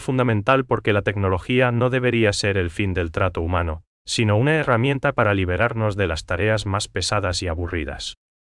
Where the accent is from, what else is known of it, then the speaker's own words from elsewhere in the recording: Paraguay; nos identifica como paraguayos.